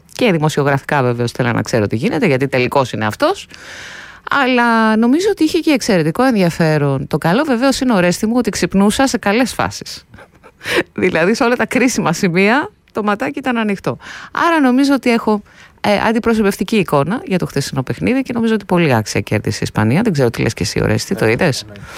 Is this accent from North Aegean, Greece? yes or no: no; Central Macedonia, Greece; στην πατρίδα μου πάνω στη Χαλκιδική είχαμε σοβαρά τροχαία